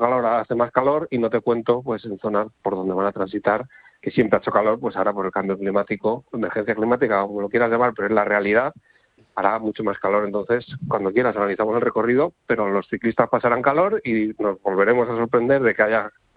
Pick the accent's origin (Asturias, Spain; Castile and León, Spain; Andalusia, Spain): Castile and León, Spain; Segovia; born or raised there